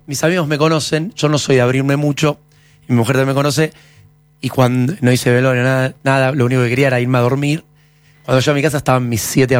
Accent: Buenos Aires, Argentina; Viví en todos los barrios porteños, en todos los barrios. Ahora vivo en Villa Crespo, vivo en Palermo, viví en Parque Chacabuco.

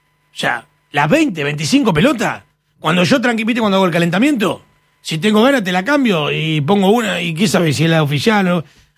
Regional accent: Argentina

